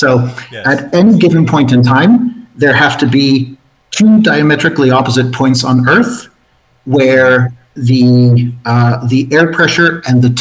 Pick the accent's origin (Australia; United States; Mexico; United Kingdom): Mexico; Mexico City; born there; English is a second language; also born or lived in Toronto, Canada; Yeah, I'm a native Mexican. I grew up here in Mexico City. Well, that's partially true. I also grew up partly in Toronto, Canada, which is where I learned English.